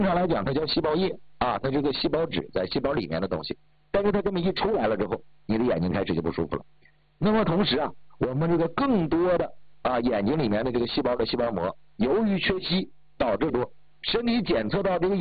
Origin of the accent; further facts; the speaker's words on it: China; 才让我们中国人呢第一次了解到